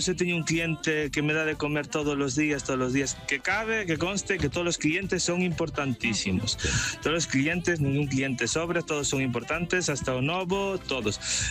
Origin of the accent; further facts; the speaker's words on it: Tui, Galicia, Spain; Hola, boas, son eu de Tui.